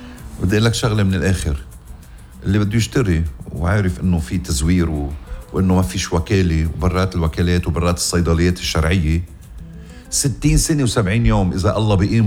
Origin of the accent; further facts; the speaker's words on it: Ghazir, Mount Lebanon, Lebanon; بنت ضيعتي غزير